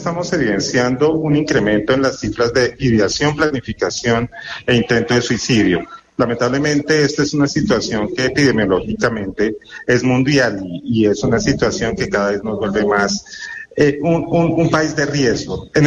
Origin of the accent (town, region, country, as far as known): Colombia